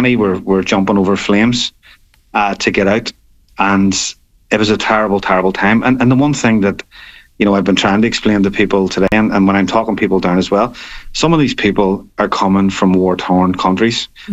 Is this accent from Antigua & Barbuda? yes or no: no; Belfast, Northern Ireland, United Kingdom; I grew up in West Belfast, which is a nationalist area. And, I grew up hearing stories of people in my own community who were burned out simply because of their religion.